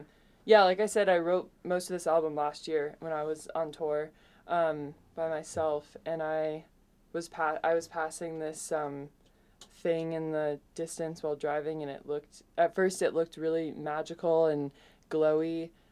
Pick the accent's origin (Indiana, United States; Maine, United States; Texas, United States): Maine, United States; Edgecombe; I grew up in Maine, and I don't know, I've never done more driving than I have living in Maine.